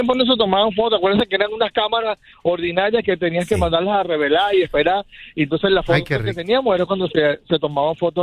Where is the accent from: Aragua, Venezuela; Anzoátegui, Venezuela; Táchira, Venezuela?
Aragua, Venezuela; Maracay; Sí, en Maracay, claro, sí. Yo soy venezolano.